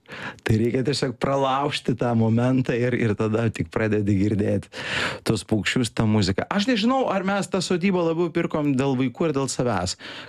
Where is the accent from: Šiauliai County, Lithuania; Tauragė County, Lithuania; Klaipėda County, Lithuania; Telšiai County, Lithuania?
Klaipėda County, Lithuania; Klaipėda; moved away as an adult; now in Vilnius, Lithuania; aš kaip klaipėdietis, aš visada turėjau kur važiuoti. Aš turėjau Šventąją, aš turėjau Palangą, aš turiu Kintus, Ventės Ragą, Nidą galų gale ir taip toliau, ir taip toliau. Ten Klaipėda yra puikus taškas. Kuomet atsikėliau gyventi Vilniuje